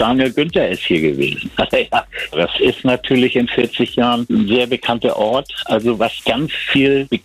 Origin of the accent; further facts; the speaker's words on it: Schleswig, Schleswig-Holstein, Germany; wo kommst du her aus Schleswig?